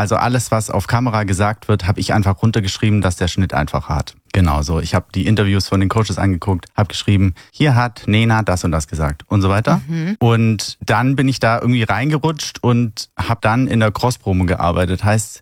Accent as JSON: {"language": "German", "region": "Baden-Württemberg", "country": "Germany", "moved": "yes", "lives_now": "Berlin, Germany", "said": "als Schwabe darfst du ja auch nichts wegschmeißen."}